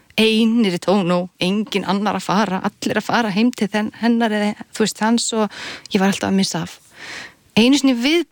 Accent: Hafnarfjörður, Capital Region, Iceland; also born or lived in Reykjavík / Skógar; og ég fædd í Reykjavík. Og ég bjó á skóum undir Eyjafjöllum, svo flutti ég í Hafnarfjörð, mm-hmm. ólingsárunum, mm-hmm. og ég bý ennþá í Hafnarfjörði.

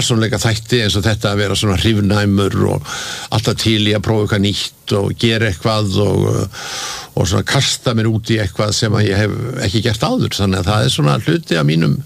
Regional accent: Reykjavík, Capital Region, Iceland; Já, ég sko alveg upp í Laugarneskverfinu og, og, og hérna bjóð þar þegar ég var ungur maður og, og ég man eftir mér þar fyrst í Sigtúni 35.

